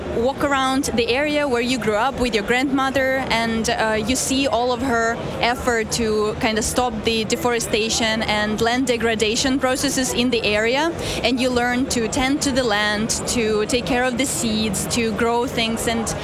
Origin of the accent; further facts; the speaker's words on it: Czechia; English is a second language; I come from Czech Republic, and just to share a little bit, we have a part of land which is currently being transformed into a desert